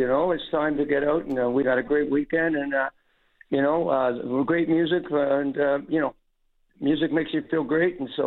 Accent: Mississauga, Ontario, Canada; I grew up in Port Credit, and at that time there was no Mississauga. And, they were all basically just small little villages that finally made up the city of Mississauga.

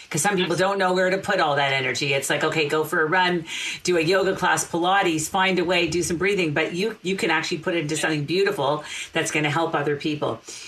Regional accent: Montreal, Quebec, Canada; now in Toronto, Canada; I'm an ex-Montrealer. I grew up in Montreal.

